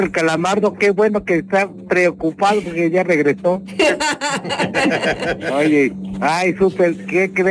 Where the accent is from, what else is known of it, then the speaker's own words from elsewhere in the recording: Metapa, Chiapas, Mexico; soy de Metapa.